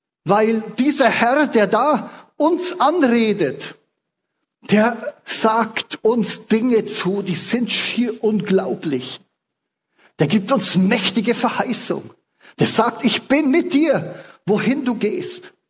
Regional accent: Bavaria, Germany; born or raised there

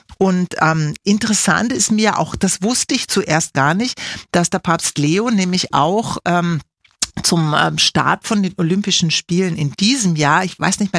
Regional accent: Germany; accent: German; now in Austria; Man hört ja an meinem Akzent, dass ich ursprünglich aus Deutschland komme.

